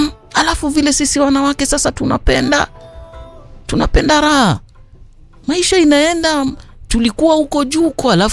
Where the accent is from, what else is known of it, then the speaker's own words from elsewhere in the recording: Garsen, Tana River County, Kenya; kule Garsen kwetu